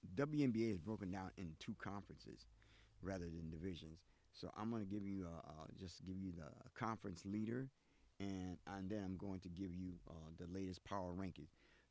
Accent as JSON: {"language": "English", "region": "New York", "country": "United States", "said": "because I'm from New York."}